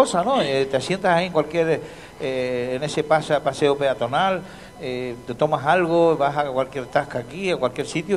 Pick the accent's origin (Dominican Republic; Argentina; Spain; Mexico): Spain; La Gomera, Canary Islands; yo soy de La Gomera